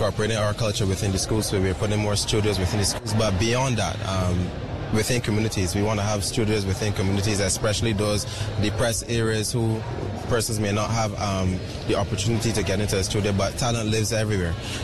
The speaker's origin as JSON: {"language": "English", "country": "Barbados", "tie": "born or raised there", "said": "as a Caribbean person growing up in Barbados"}